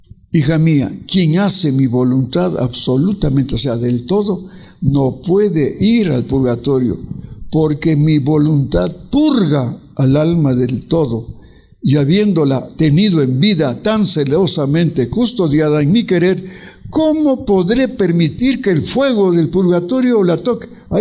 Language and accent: Spanish; Ibarra, Imbabura, Ecuador; Yo conocía eso, soy de Ibarra. Era pura montaña, pura montaña.